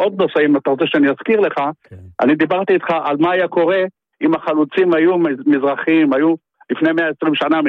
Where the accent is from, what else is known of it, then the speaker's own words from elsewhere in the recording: Yokneam, Northern District, Israel; moved away as an adult; now in Tirat Carmel, Israel; אני עד גיל 18 גדלתי שם ביוקנה המושבה.